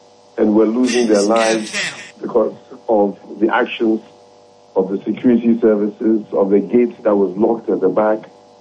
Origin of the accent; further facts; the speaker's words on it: Ghana; as a Ghanaian